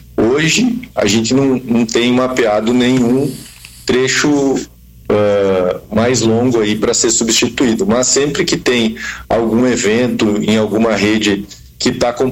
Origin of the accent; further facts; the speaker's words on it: Videira, Santa Catarina, Brazil; now in Nova Prata, Brazil; Eu sou natural de Videira.